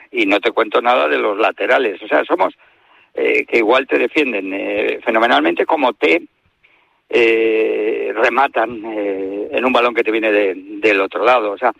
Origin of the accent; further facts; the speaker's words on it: Spain; Lo que sí quiero, que en este partido España, como español que me siento, yo voy a empujar